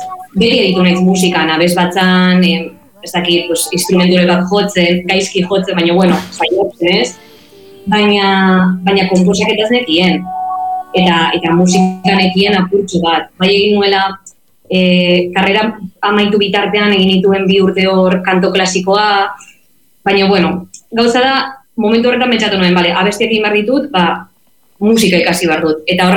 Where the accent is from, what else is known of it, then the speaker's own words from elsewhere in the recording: Vitoria-Gasteiz, Basque Country, Spain; now in Barcelona, Spain; Bai, bai, Gasteiztarra naiz, baina duela mala urte etorri nintzen Bartzelonara ikastera.